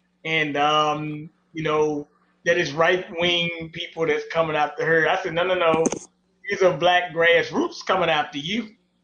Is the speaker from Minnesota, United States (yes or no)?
no; St. Louis, Missouri, United States; So growing up in St. Louis, and Ferguson is outside of St. Louis, correct?